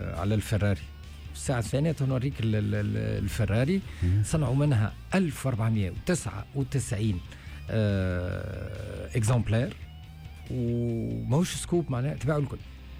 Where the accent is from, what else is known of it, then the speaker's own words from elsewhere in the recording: Tunisia; اسكو هذا سي ليغال عندنا في تونس ولا سوني با ليغال؟